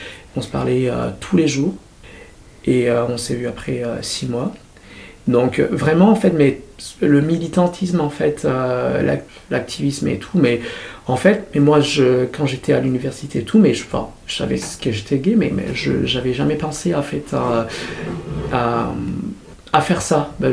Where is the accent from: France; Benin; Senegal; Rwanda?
Rwanda; moved away; Je viens du Rwanda et j'étais et je suis toujours un activiste gay depuis le Rwanda.